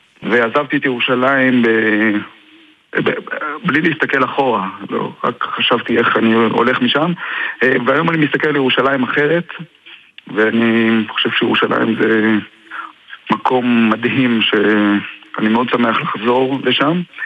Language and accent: Hebrew; Jerusalem, Jerusalem District, Israel; אני נולדתי בירושלים וגדלתי בירושלים. בירושלים בשבילי מקום מורכב, גם הילדות שלי הייתה בתקופה מורכבת עם פיגועים בירושלים